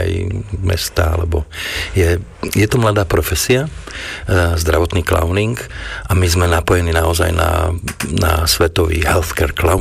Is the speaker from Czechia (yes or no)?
yes; Hradec Králové, Hradec Králové Region, Czechia; now in Slovakia; ja som vyrastal v Hradci Králové, tam na letisku vlastne ma ocino brával a keď sa rozdelili republiky, tak ocina poprosili, aby prišiel sem